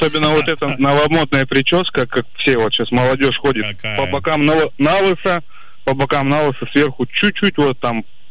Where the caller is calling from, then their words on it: Yaroslavl, Yaroslavl Oblast, Russia; Алло, добрый день … я из Ярославля.